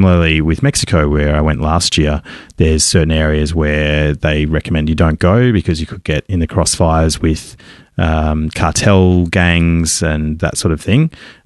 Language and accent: English; Australia; as an Australian